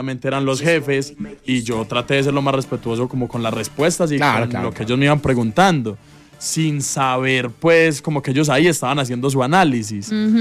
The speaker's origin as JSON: {"language": "Spanish", "town": "Sonsón", "region": "Antioquia", "country": "Colombia", "moved": "yes", "said": "soy de Sonsón, no, me quiero morir en Sonsón y que me entierren."}